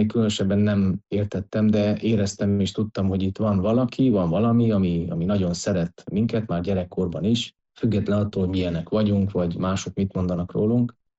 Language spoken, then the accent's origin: Hungarian; Mezőpanit, Mureș County, Romania; Mezőpanitban születtem, és itt nőttem fel, ami azt is jelenti, hogy az itteni református közösségnek az életébe kapcsolódtam be kiskorom óta.